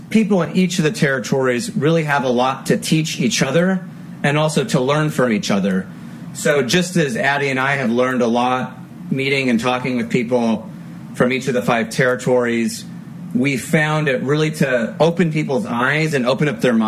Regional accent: Guam; I say, oh, I'm from Guam.

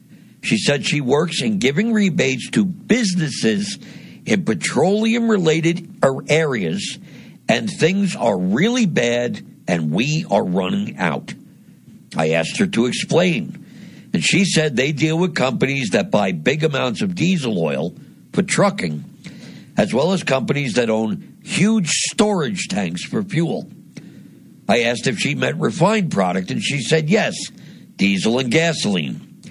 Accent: New Jersey, United States; born there; my home state of New Jersey

